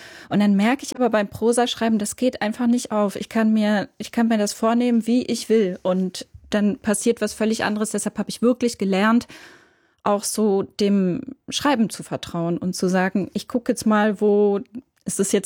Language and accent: German; Switzerland; first language Swiss German; German is a second language